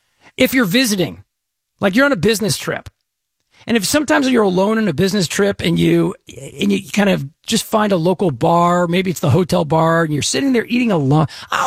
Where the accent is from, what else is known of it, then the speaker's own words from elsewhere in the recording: Dallas, Texas, United States; I'm from Dallas. I grew up in Dallas, and back in Dallas, and again, I was late teenagers when this was hot.